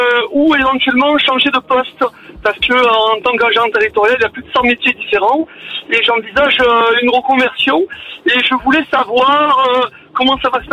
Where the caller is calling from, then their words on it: Marseille, Provence-Alpes-Côte d'Azur, France; je suis agent territorial, je suis de Marseille